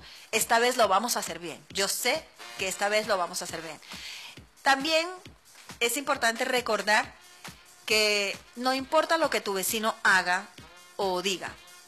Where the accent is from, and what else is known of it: Puerto Píritu, Anzoátegui, Venezuela